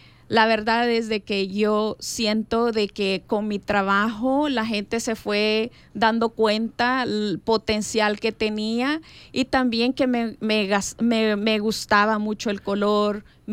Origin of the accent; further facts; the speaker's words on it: El Salvador; now in Los Angeles, United States; Cuando salimos de El Salvador, fue en el 84, fue algo muy duro para mí porque yo dejaba a mis abuelos, mi abuelita y mi abuelito, que siempre ellos estuvieron con nosotros, mis amigos de la escuela. Llego a Los Ángeles...